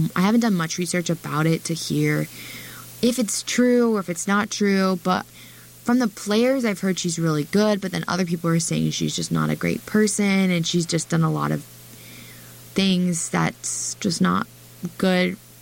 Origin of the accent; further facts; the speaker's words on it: South Carolina, United States; I'm from South Carolina.